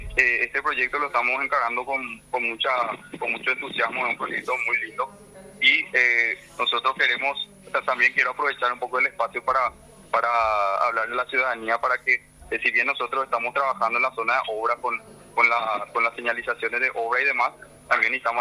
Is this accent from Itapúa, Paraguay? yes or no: no; Villa Elisa, Central, Paraguay; Yo soy de Villa Elisa, de Asunción, digamos, de Villa Elisa.